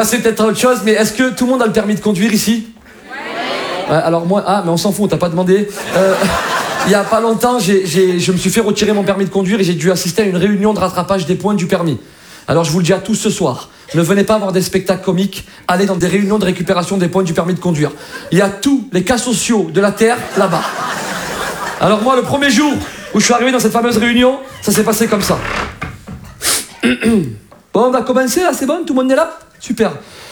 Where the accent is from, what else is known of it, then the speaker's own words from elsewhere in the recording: Algeria; Ah, alors moi je vous parle d'Algérie parce que je suis originaire d'Algérie, je m'y rends souvent.